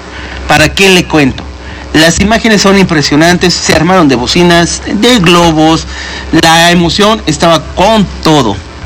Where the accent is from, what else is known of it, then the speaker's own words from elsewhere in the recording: Puebla, Mexico; los poblanos